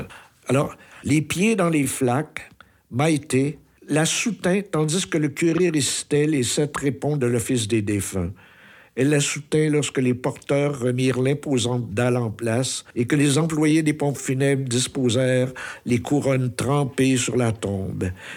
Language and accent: French; Quebec, Canada; ça nous touche en tant que Québécois.